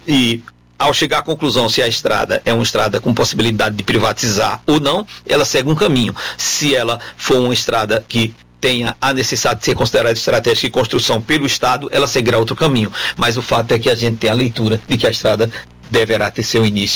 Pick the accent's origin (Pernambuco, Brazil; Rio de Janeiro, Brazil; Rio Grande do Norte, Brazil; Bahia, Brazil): Pernambuco, Brazil; Bom Conselho; Eu sou pernambucano. Eu sou lá de Bom Conselho.